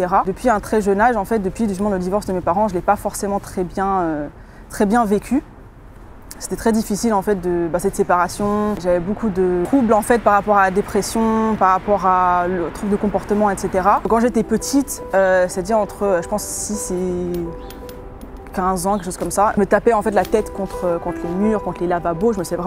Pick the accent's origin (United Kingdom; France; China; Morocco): United Kingdom; England; born or raised there; also born or lived in Switzerland